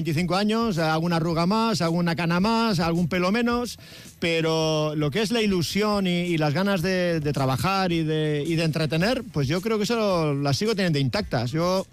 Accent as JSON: {"language": "Spanish", "town": "Lesaka", "region": "Navarre", "country": "Spain", "tie": "born there", "also_born_or_lived": "United States", "first_language": "Basque", "second_language": "Spanish", "said": "yo soy de Lesaca, allí es el francés, allí vivimos en la Muga, yo francés también hablo"}